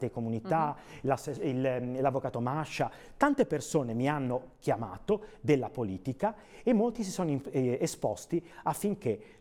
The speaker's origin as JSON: {"language": "Italian", "town": "La Spezia", "region": "Liguria", "country": "Italy", "said": "io che vengo da Spezia e sono sindaco di Riccò del Golfo di Spezia"}